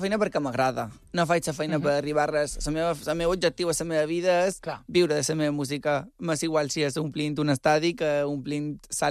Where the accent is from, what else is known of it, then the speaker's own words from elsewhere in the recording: Andratx, Balearic Islands, Spain; accent: Mallorcan; Sóc d'Andràs i el nostre mallorquí tampoc és el millor del món.